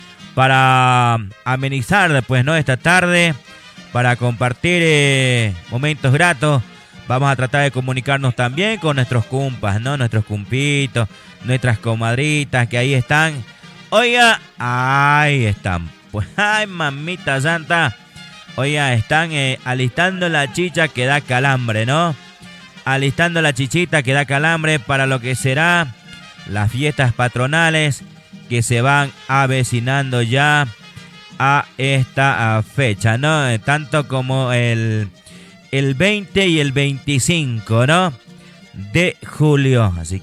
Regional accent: Moromoro, Chuquisaca, Bolivia; moved away; Vámonos pa' Moromoro, allá mi tierra natal. Tierra de la chirimoya, ¿no, Moromoro?

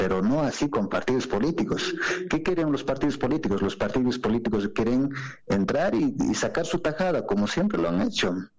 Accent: Bolivia

